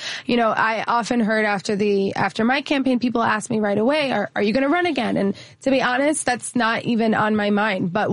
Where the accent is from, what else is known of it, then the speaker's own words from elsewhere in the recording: Chicago, Illinois, United States; And growing up on the Southwest side here in Chicago, I grew up in a working class family.